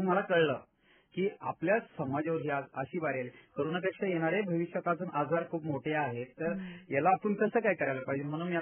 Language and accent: Marathi; Varvande, Maharashtra, India; मी मूळचा माझं गाव वरवंडे आहे. मी राहुरी तालुक्यात आहे राहिला आणि मुळानगर या ठिकाणी आपण राहत असताना लहानपणी आमचं पूर्ण बचपन म्हणजे धरणाच्या कडेला गेलं.